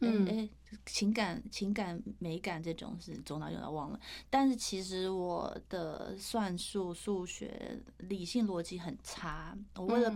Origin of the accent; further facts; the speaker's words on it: Taiwan; 我在台湾成长，